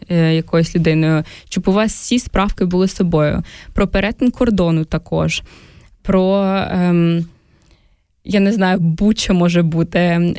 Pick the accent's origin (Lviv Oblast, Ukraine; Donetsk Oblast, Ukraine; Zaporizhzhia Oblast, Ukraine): Zaporizhzhia Oblast, Ukraine; Zaporizhzhia; Я виросла в Запоріжжі, в прекрасному місці, я дуже люблю.